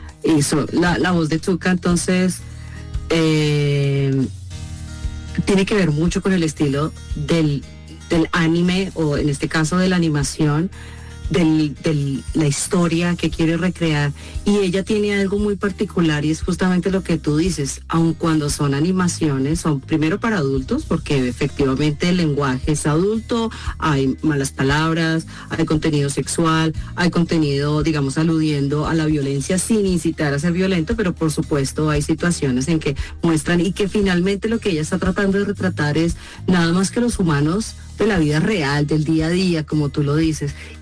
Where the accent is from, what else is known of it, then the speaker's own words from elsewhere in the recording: Colombia; accent: Colombian; te he tenido que bajarle un poco mi tono o a mi acento colombiano y volverlo un poquito más mexicano